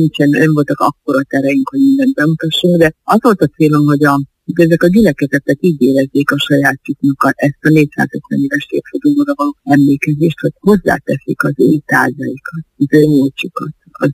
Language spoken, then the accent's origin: Hungarian; Tiszáninnen, Hungary; gyerekkoromban ugye Tiszán innen is vagyok, és ott a parókián ott volt az édesapám szobájában az egyházláda.